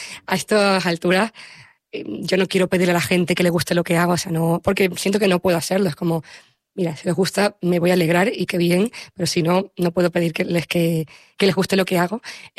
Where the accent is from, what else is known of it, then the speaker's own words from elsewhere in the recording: Canary Islands, Spain; gente que simplemente está buscando otro futuro mejor, como los canarios siempre lo hemos hecho.